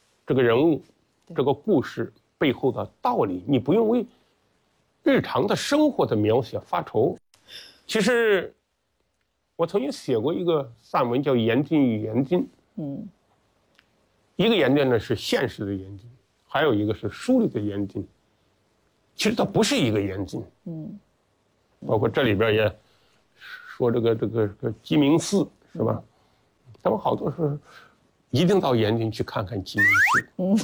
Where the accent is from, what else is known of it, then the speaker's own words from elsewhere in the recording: Henan, China; moved away; 所以我们河南人的话呢，除了幽默，就是心胸也特别的宽广，一般的话呢都不爱占人便宜，